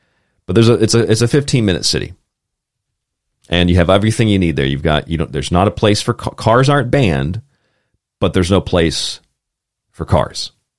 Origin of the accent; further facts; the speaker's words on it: United States; I mean, I'm an American.